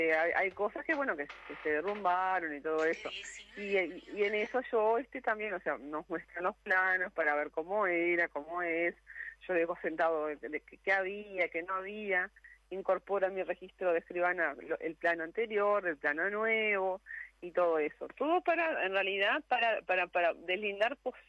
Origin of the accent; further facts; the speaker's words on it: Montevideo, Uruguay; born there; also born or lived in Tranqueras; yo soy nacida en Montevideo, uh-huh. Pero una época de mi adolescencia, yo no sé si te conté, Fabricio, yo vivía acá en Tranqueras, viví unos años en Tranqueras.